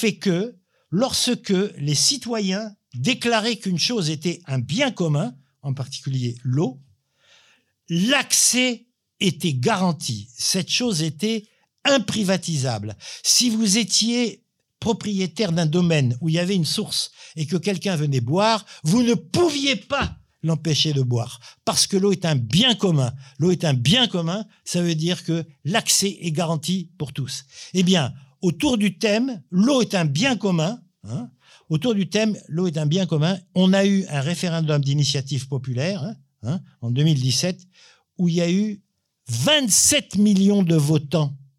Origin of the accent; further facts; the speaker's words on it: Rabat, Rabat-Salé-Kénitra, Morocco; Moi, je suis né au Maroc, à Rabat. Bon, j'ai habité plusieurs quartiers. Et à Rabat, on avait un quartier qui s'appelait Lagdal.